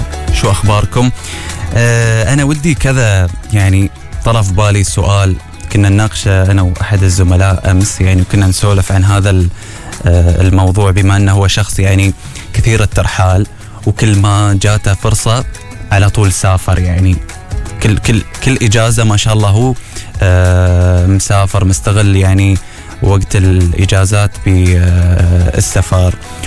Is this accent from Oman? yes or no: yes; Oman; عندنا في عمان